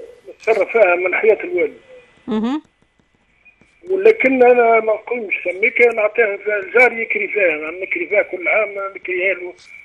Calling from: Tunisia; من قلعة خفر.

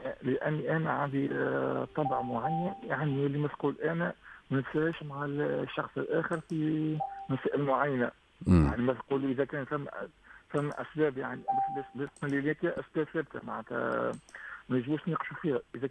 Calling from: Sfax, Sfax Governorate, Tunisia

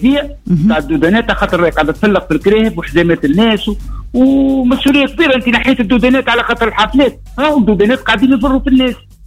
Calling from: Tunisia; بلادنا تونس

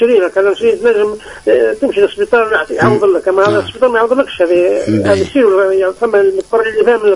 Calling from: Ben Gardane, Medenine, Tunisia; من بنقردان.

